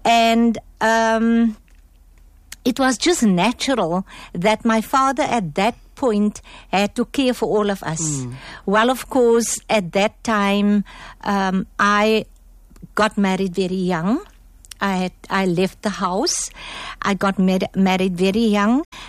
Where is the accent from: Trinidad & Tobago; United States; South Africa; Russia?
South Africa; Cape Town, Western Cape; Growing up in this, I was born in District 6. And growing up in District 6 to the age of 4, I can't very much remember anything about those 4 years.